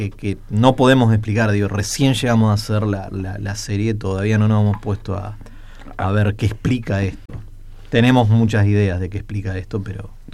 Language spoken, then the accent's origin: Spanish; Argentina; somos argentinos